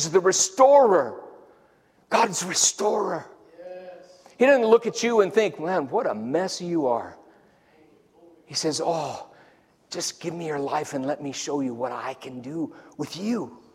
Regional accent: Denver, Colorado, United States; I'm white trash from Denver, Colorado.

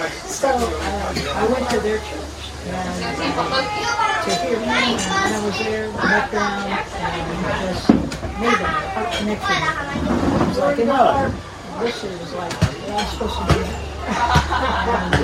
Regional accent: Nashville, Tennessee, United States; moved away as an adult; now in Estonia; Well, I'm from Nashville, Tennessee

